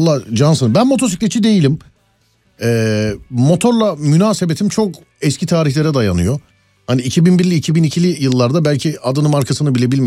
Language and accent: Turkish; Istanbul, Turkey; Hani bir İstanbullu olarak.